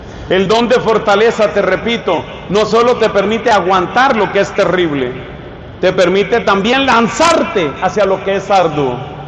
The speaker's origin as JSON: {"language": "Spanish", "country": "Colombia", "said": "yo soy colombiano, ustedes lo saben"}